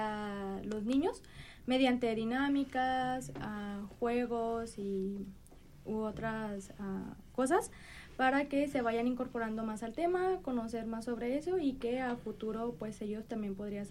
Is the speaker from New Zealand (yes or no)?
no; Casimiro Castillo, Jalisco, Mexico; Yo soy originaria de Casimiro Castillo.